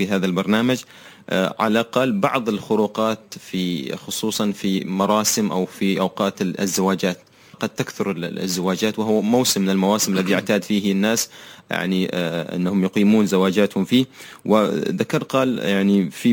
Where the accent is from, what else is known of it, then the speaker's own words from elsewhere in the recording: Tarim, Hadramawt, Yemen; بلدتنا بلدة تريم